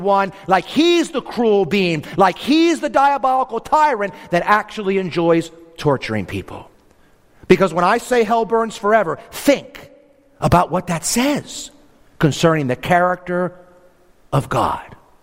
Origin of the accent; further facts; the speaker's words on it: York, Pennsylvania, United States; where I grew up in York, Pennsylvania, you know, the inner city neighborhood where I lived